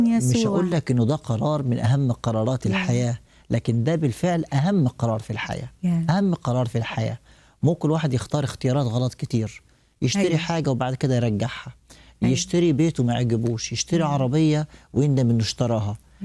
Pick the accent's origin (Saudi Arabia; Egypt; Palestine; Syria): Egypt; عندنا في مصر